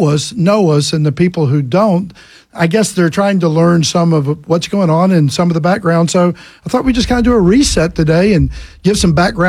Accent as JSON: {"language": "English", "town": "Sandy Springs", "region": "Georgia", "country": "United States", "tie": "born or raised there", "said": "So I've been in the car business for 45 years in Atlanta, Georgia. I'm from Atlanta. I grew up in Sandy Springs."}